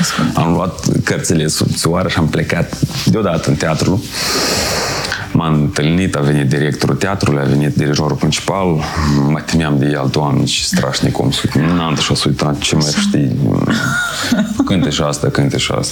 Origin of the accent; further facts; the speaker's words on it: Moldova; moved away as an adult; Sunt din Moldova